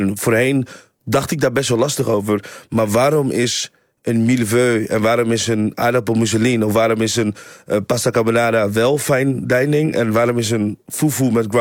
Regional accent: Friesland, Netherlands; now in Amsterdam, Netherlands; Toen ik in Friesland woonde, dacht ik altijd bij mezelf, ik ben een Friese jongen, mm-hmm. Nederlandse jongen, met West-Afrikaanse roots, Nigeria en Ghana.

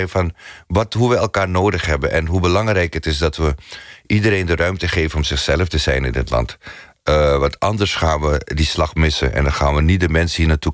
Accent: Netherlands

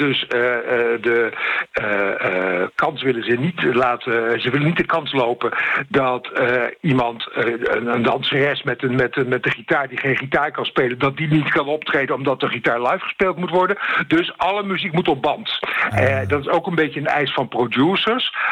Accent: Netherlands

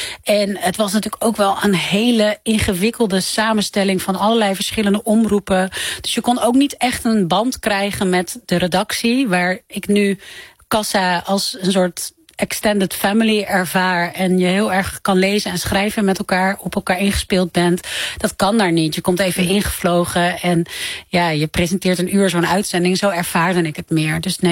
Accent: Amsterdam, North Holland, Netherlands; Ik ben opgegroeid in Amsterdam-Noord. En dat is toch een buurt waar ook heel veel problemen zijn. Sociale problemen, veel laaggeletterdheid. Armoede, schulden achter de voordeur.

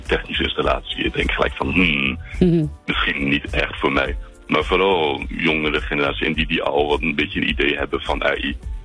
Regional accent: Luxembourg; ik ben opgegroeid in Luxemburg.

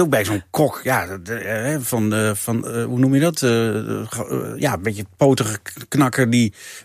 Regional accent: Drenthe, Netherlands; Dat zeggen wij in Drenthe altijd.

